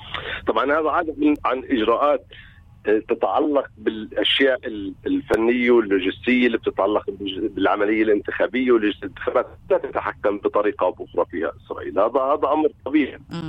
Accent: Palestine; إحنا كفلسطينيين

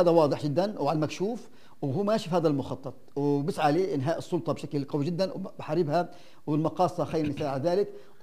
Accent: Palestine; طعن لنا كفلسطينيين،

